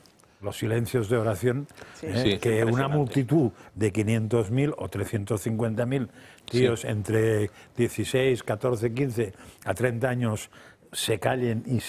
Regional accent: Manresa, Catalonia, Spain; born there; Lo pueden aplicar hasta los de mi pueblo, que es Manresa.

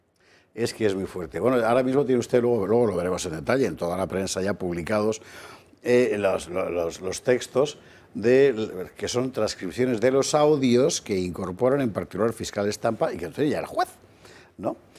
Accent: Valencian Community, Spain; También es un acto, en fin, para mí que soy valenciano

